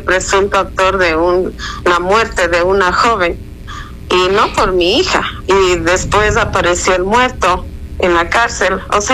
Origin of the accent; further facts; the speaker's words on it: Ecuador; O sea, no hay garantías para nosotros como ecuatorianos.